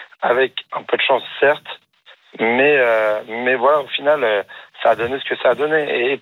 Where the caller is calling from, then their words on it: France; On est français